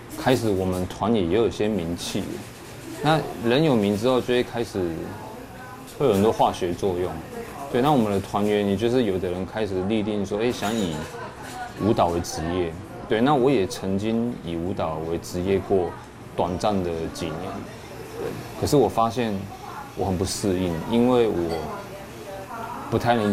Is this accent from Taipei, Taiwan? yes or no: yes; Taipei, Taiwan; now in Kaohsiung, Taiwan; 我是台北人嘛，然后我来高雄念书